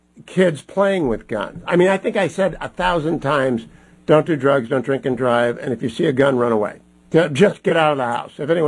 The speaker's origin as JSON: {"language": "English", "town": "Warren", "region": "Ohio", "country": "United States", "tie": "born or raised there", "said": "I grew up in Catholic Ohio, which is its own little world."}